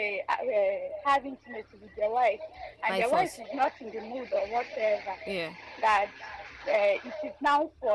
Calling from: Enugu State, Nigeria; I'm calling from Enugu-Gwaji.

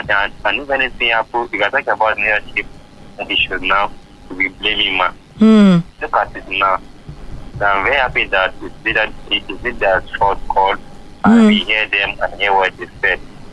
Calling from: Canada; I'm calling from Canada.

